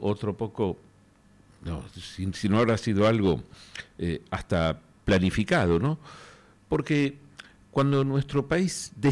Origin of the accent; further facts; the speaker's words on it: Argentina; Pensemos el bien nuestro y qué nos conviene a nosotros como argentinos, ¿no?